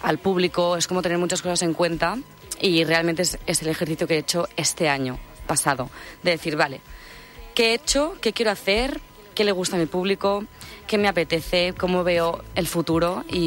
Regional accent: Tiana, Catalonia, Spain

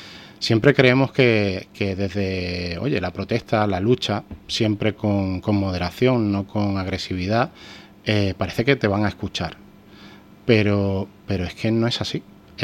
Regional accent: Ceuta, Spain; como ciudadano, como patriota, que somos los ceutíes, porque yo creo que si tuviéramos que definir al ceutí sería el de patriota

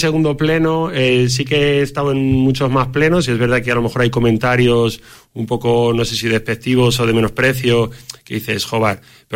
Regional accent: Medina del Campo, Castile and León, Spain; Yo soy de Medina, de toda la vida

